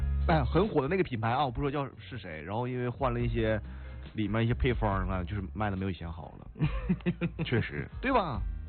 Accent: Northeast China, China; 可能作为东北人，怎么的骨子里就这个基因吧？

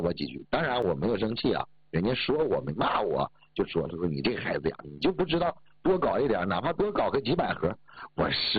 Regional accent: Northeast China, China; 我身上流着山东人的血，我出生在东北，长在东北

